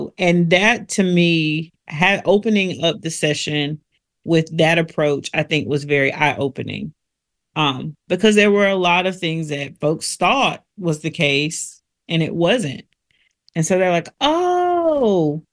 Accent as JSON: {"language": "English", "region": "South Carolina", "country": "United States", "said": "I'm from South Carolina"}